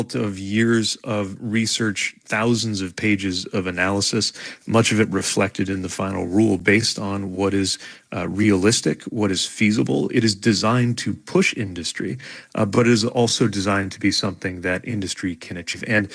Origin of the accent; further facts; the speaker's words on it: South Bend, Indiana, United States; Look, I grew up in South Bend, Indiana, in the shadow of the Studebaker Car Company factories